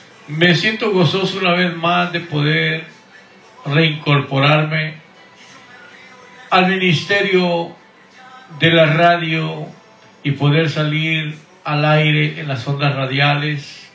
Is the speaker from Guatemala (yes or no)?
yes; Guatemala; now in Houston, United States; aunque vivo aquí en Estados Unidos, en Houston, Texas, por ya 30 años, soy nacido en Guatemala, la República de Guatemala